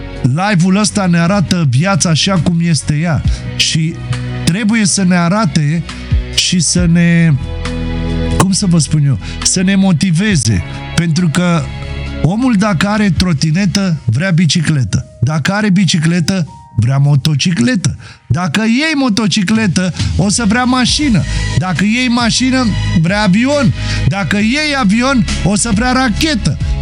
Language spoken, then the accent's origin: Romanian; Romania; Eu sunt român și sunt mândru de asta.